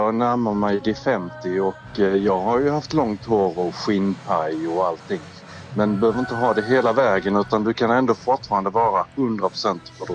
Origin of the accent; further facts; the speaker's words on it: Bromölla, Skåne, Sweden; Vi är ju från Bromölla.